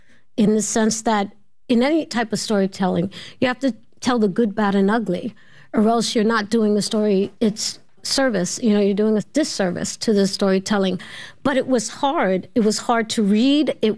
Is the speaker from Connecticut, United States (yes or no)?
no; New York City, New York, United States; Well, first of all, being a New Yorker